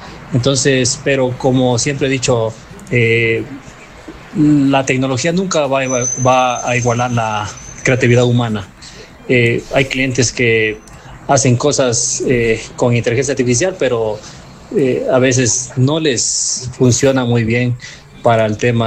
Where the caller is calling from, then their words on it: Loja, Ecuador; Saludos para todos desde Loja, Ecuador.